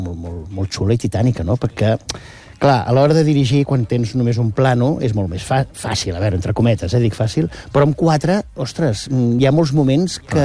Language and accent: Catalan; Llançà, Catalonia, Spain; Jo seré un tòpic Costa Brava, sempre. Jo soc de Llançà, no?